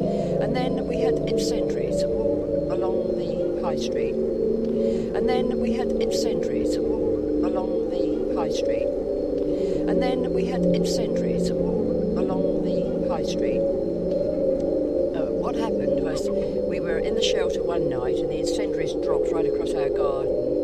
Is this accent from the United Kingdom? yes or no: yes; South East England, United Kingdom; also born or lived in London; Moved into Kent when I was six, just as Hitler was coming to power. Just as Hitler was coming to power.